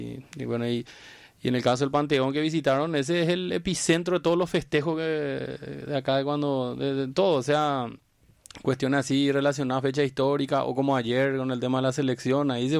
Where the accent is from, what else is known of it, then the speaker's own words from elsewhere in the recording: San Lorenzo, Central, Paraguay; moved away as an adult; now in Asunción, Paraguay; yo crecí todo en San Lorenzo, pero hace varios años que vivo en Asunción.